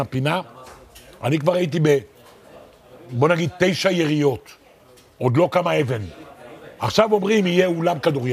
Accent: Givatayim, Tel Aviv District, Israel; כשאני גדלתי בגבעתיים

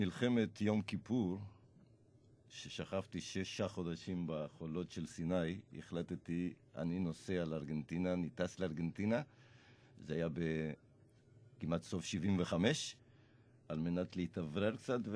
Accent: San Martín, Buenos Aires Province, Argentina; Hebrew is a second language; also born or lived in La Paternal; now in Israel; ואז אני יליד לפטרנל. לפטרנל זה מאיפה ארגנטינו ג'וניורס, שם הוא היה משחק. אף על פי שבגיל צעיר מאוד עברתי לסן מרטין, עוד מקום אחד שיש שם הרבה כדורגל

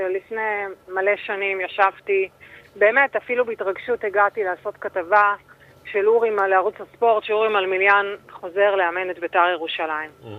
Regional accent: Jerusalem, Jerusalem District, Israel; כירושלמית, כביתרית

